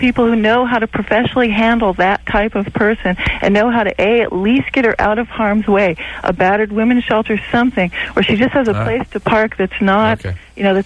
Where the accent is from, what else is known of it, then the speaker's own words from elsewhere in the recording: New Mexico, United States; a friend I had, I'm from New Mexico, who had a very strange roommate